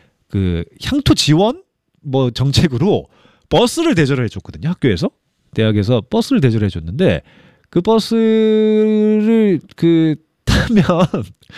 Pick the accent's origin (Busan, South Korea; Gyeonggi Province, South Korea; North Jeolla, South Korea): Busan, South Korea; 요즘 서울말을 굉장히 잘 쓰고 있다고 자부했던 게 아이들이 제가 부산에서 왔다고 하면 엄청 놀라더라고요. 선생님이 부산에서 오셨다고요?